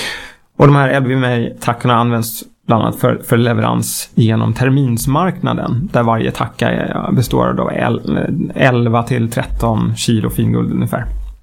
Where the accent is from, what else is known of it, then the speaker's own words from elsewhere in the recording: Sweden; för oss svenskar